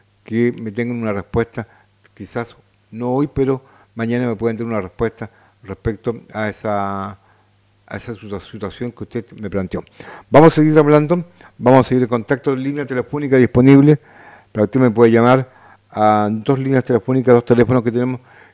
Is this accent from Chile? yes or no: yes; Quillota, Valparaíso, Chile; tenemos que defender nuestros derechos como quillotanos